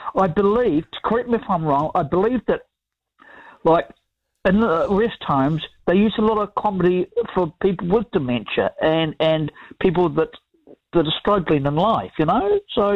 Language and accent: English; England, United Kingdom; Look, I'm old English. My parents are English.